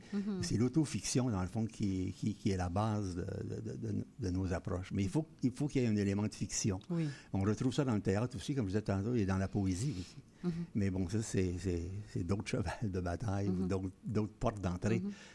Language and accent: French; Quebec, Canada; dites-leur que je suis québécoise.